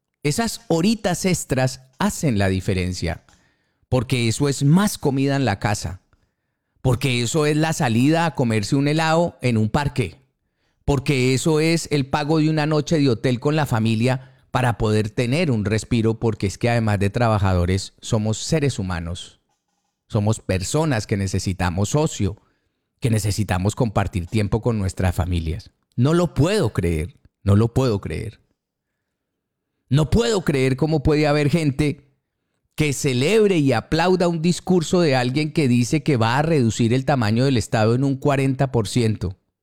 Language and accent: Spanish; Colombia; somos colombianos.